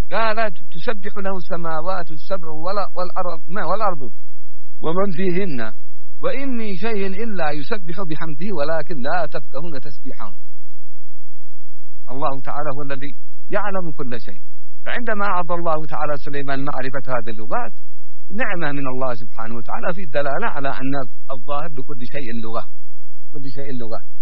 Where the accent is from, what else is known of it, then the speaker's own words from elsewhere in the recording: Yemen; عندنا في اليمن لو نسمع مثلا اللغة النهارية